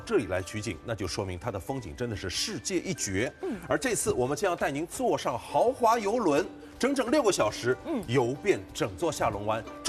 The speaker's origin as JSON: {"language": "Chinese", "country": "China", "said": "我们中国人"}